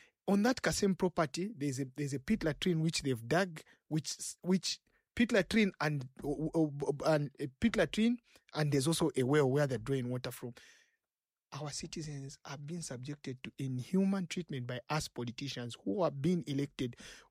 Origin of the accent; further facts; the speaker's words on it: Lusaka, Lusaka Province, Zambia; When I was growing up in Matero